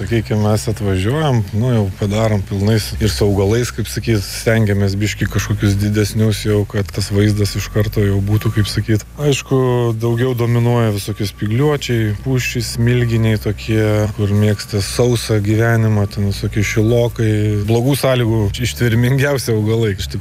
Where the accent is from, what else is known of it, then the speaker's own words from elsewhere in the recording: Kaunas County, Lithuania; Augau gamtoj, ten Kauno rajone, prie pat marių, tai ten visą laik būdavau gamtoj.